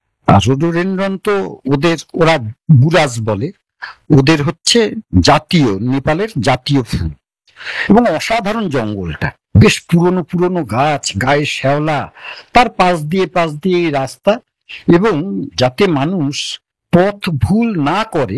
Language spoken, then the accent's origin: Bangla; Belgharia, West Bengal, India; আমার বাড়ি বেলঘরিয়া।